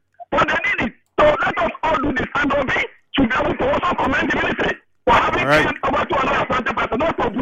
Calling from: Arima, Trinidad & Tobago; I'm calling from Arima.

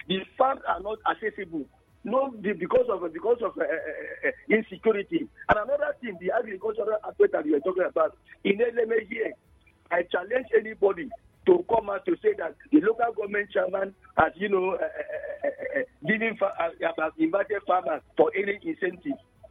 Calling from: Nigeria; I'm calling from Edeme.

